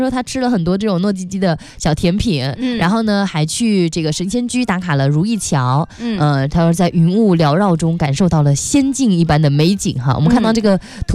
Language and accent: Chinese; China; 我们中国人